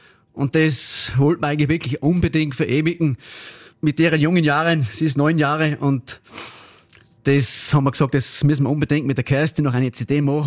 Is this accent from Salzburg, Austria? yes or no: no; Obdach, Styria, Austria; wir kommen aus Obdach, aus dem steirischen Zirnland.